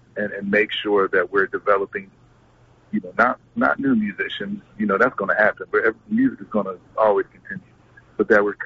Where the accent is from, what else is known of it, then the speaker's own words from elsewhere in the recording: Philadelphia, Pennsylvania, United States; You know, one of the things about growing up in Philly that I really enjoyed was jazz education.